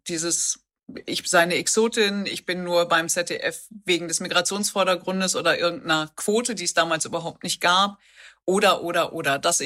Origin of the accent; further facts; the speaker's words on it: North Rhine-Westphalia, Germany; ich komme aus dem Pott.